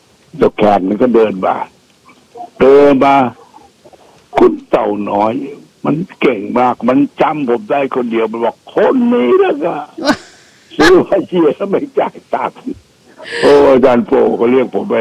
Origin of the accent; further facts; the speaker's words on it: Laos; ย่างที่บ้านผมเนี่ยผมมาจากลาวเราก็เป็นมุสลิมเก่าเป็นชีอะห์นะไม่ใช่ซุนนีนะครับ